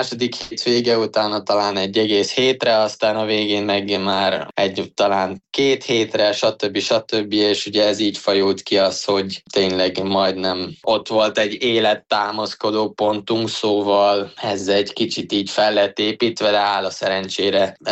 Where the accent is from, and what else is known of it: Budapest, Hungary; born there; also born or lived in Austria